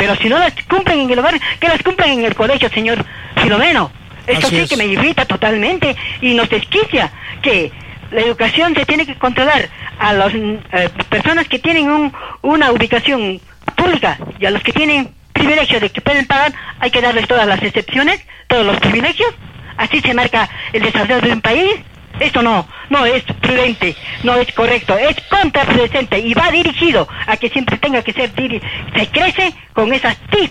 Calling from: Peru; todos somos ciudadanos peruanos y peruanas

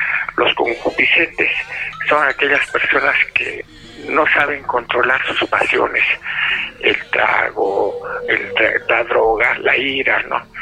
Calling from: Arequipa, Peru; nosotros como ciudadanos arequipeños debemos trascender en la historia del Perú.

